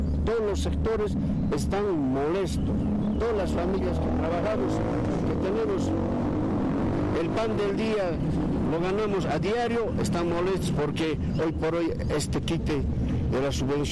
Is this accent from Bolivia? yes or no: yes; Bolivia; Como bolivianos creemos que tenemos que ser consecuentes